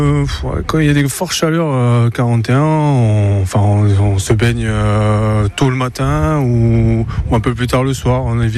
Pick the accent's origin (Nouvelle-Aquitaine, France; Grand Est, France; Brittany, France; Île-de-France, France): Nouvelle-Aquitaine, France; Bruges; De Bruges, à côté de Bordeaux.